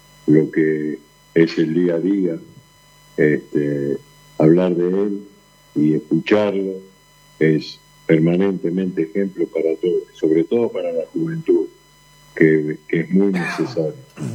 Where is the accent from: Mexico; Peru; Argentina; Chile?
Argentina; por como argentino